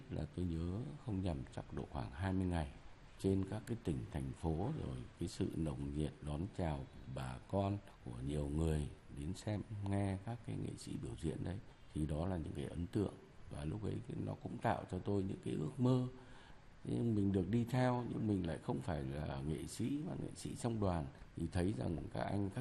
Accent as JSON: {"language": "Vietnamese", "region": "Hanoi", "country": "Vietnam", "tie": "born or raised there", "said": "tôi thì được sinh ra và lớn lên tại Hà Nội, nhưng mà quê gốc thì ở Nam Định cũ, bây giờ là tỉnh Ninh Bình."}